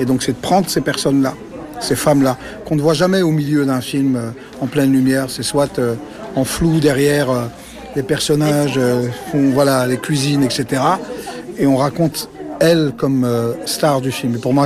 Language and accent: French; Molenbeek, Brussels, Belgium; c'est vraiment important de parler de Molenbeek. Pour moi, parce que c'est là d'où je viens